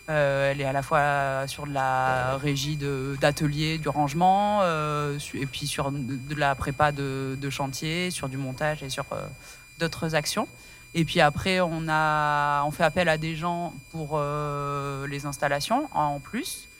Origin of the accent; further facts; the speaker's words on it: Occitanie, France; Alors, on utilise beaucoup de bois parce qu'on est en Lozère et que, enfin, on vient de Lozère et qu'on a une scierie toute proche